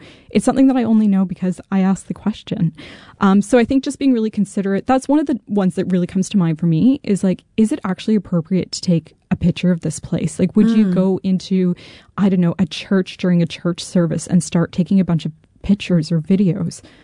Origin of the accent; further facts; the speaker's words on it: Canada; because as a Canadian, you just do not wear shoes inside the house.